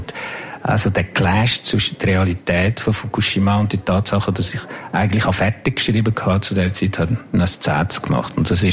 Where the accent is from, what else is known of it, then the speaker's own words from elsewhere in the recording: Jura, Switzerland; first language French; German is a second language; now in Geneva, Switzerland; ich bin von da, ich bin im Jura aufgewachsen